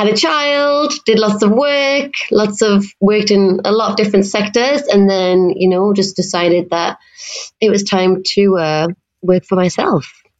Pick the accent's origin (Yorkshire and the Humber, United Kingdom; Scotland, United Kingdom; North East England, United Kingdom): North East England, United Kingdom; Newcastle; moved away as an adult; now in France; So the other half of Ask the Expat Girls. I'm from England too, from Newcastle. And I also arrived in France around 14 years ago with Erasmus.